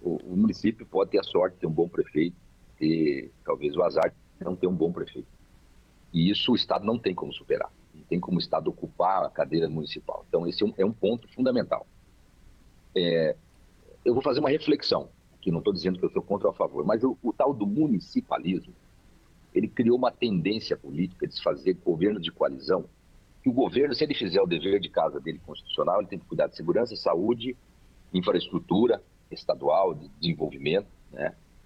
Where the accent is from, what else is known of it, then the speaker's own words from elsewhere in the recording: Cascavel, Paraná, Brazil; moved away as an adult; also born or lived in Curitiba; Eu saí de Cascavel, mano, para estudar em Curitiba, porque não tinha engenharia em Cascavel